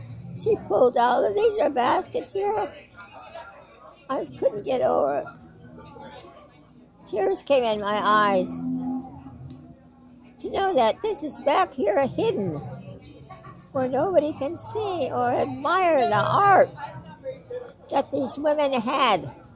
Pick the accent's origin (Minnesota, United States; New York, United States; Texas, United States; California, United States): California, United States; Bay Area; moved away as an adult; now in Yosemite, United States; I'm not from here. I'm from the Bay Area.